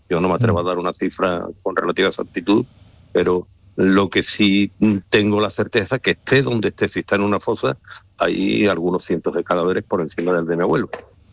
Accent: Andalusia, Spain; como andaluces tenemos todos

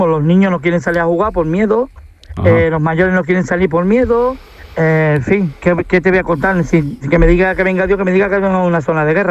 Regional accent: Spain; O sea, yo me considero más español que nadie, aunque sea de religión musulmana.

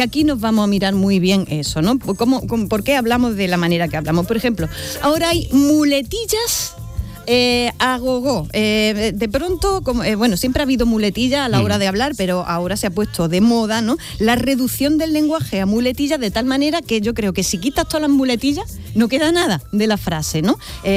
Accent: Andalusia, Spain; accent: Andalusian; Y aquí vamos a enlazar con algo que sabéis que me encanta y es nuestra particular forma de hablar en Andalucía.

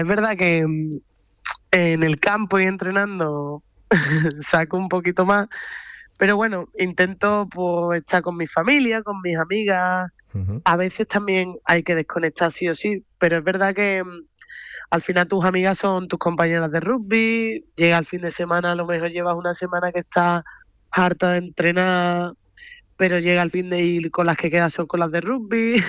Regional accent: Seville, Andalusia, Spain; Ana Peralta y yo, que somos Sevillana. Las dos de Sevilla.

